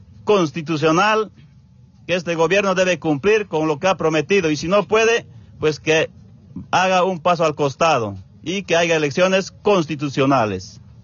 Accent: Bolivia; Entonces nosotros como bolivianos no podemos permitir que de esa manera nos amedrente

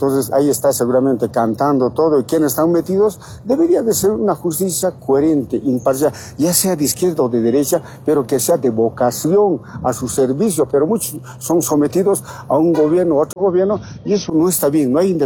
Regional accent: Bolivia; eso nosotros como bolivianos y como ex dirigentes no podemos permitir ese tipo de acciones

